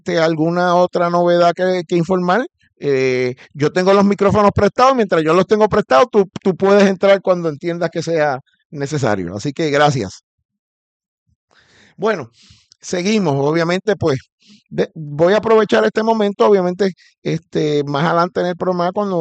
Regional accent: San Juan, Puerto Rico; esa es la afinidad adicional a que soy sanjuanero y riopedrense, para ser fanático de los cangrejeros y de los piratas

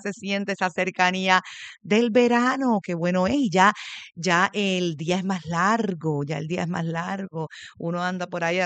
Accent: Puerto Rico; así es que hablamos los puertorriqueños

